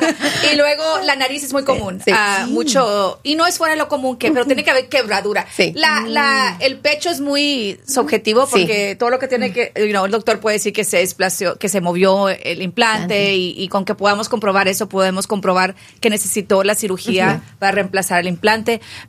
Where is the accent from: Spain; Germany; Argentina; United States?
United States; Corpus Christi, Texas; born there; also born or lived in Houston; yo nací en Houston y mi mamá manejaba en México, pero en Houston no manejó. Y luego cuando nos fuimos a Corpus Christi